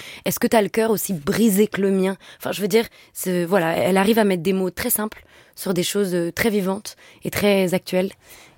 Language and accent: French; France; born there; moi je suis née en France, mais ça a été une terre d'asile pour tous mes grands-parents.